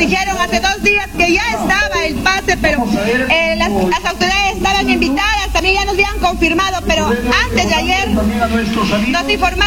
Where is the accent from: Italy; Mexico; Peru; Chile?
Peru; nosotros como peruanos